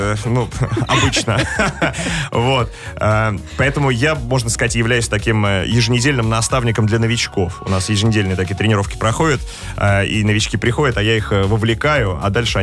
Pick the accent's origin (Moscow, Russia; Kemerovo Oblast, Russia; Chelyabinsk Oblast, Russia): Moscow, Russia; Zelenograd; я из Зеленограда